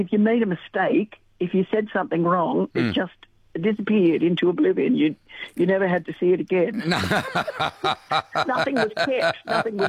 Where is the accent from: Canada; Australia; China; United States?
Australia; there was a slogan we had that Humphrey is part of growing up in Australia.